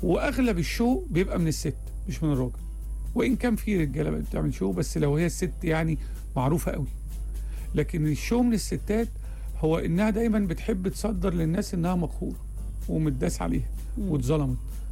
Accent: Upper Egypt, Egypt; لأن في الآخر أنا متربي صعيدي شوي

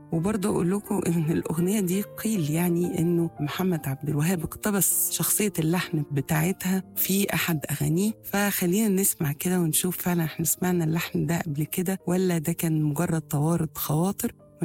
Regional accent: Egypt

